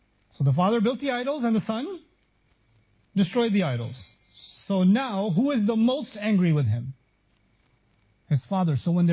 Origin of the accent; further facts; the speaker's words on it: Pakistan; I'm from Pakistan, and in Pakistan, it is haram to encourage your children. We don't, we have a different madhab